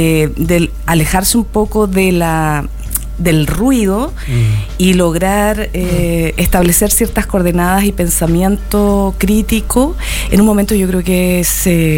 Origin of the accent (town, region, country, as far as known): Valparaíso, Chile